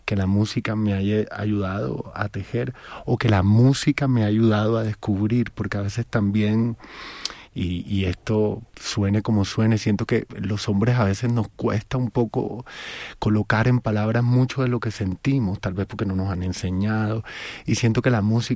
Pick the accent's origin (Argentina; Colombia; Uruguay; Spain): Colombia; Cartagena, Bolívar; moved away as an adult; now in Bogotá, Colombia; Y yo soy de Cartagena